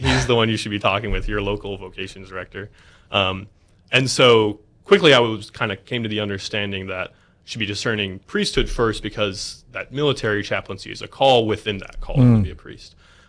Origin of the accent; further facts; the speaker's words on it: Lakota, North Dakota, United States; born there; also born or lived in Alaska / Grand Forks area, North Dakota / Mayville, North Dakota; I grew up in Lakota primarily. Okay. I grew up in Lakota till I was 12 years old. Then my family moved out of state for a couple of years. We actually lived in Alaska